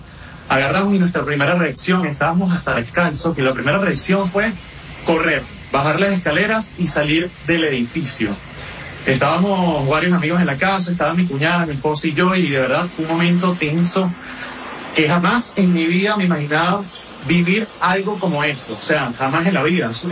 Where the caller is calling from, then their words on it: Chacao, Miranda, Venezuela; Yo vivo en Chacao